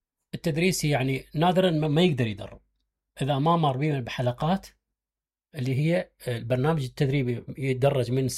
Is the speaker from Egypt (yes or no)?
no; Iraq; عندنا بالعراق